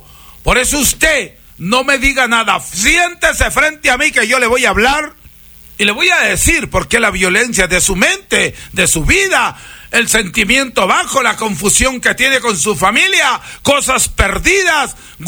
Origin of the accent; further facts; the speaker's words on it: Huancabamba, Piura, Peru; soy peruano huancabambino bautizado en la Laguna Blanca, Laguna del Chimbe, Laguna del Toro, Laguna de la Palangana.